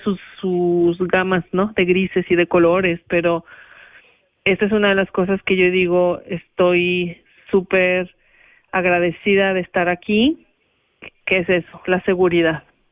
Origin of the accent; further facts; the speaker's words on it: Mexico; moved away as an adult; now in Switzerland; Yo vengo de México, que es un país que es maravilloso, es precioso, tiene muchísima cultura, tiene cosas bellísimas